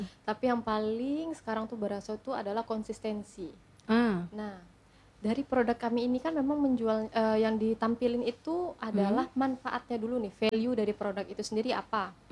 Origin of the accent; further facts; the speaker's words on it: Bengkulu, Indonesia; accent: Sundanese-like; moved away as an adult; also born or lived in Bandung; Saya asli orang Bengkulu, lahir di Bengkulu, besar di Bengkulu, cuman sempat menempuh pendidikan kuliah di luar, dan bekerjanya juga waktu itu sempat keluar.